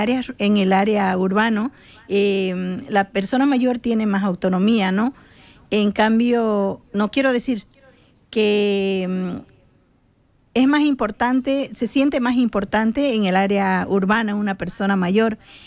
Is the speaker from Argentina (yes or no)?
no; Bolivia; now in Pamplona, Spain; nosotros como bolivianas